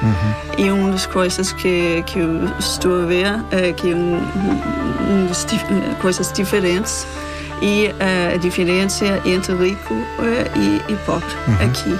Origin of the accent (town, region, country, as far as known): North Denmark Region, Denmark; born or raised there; Portuguese is a second language; now in Portugal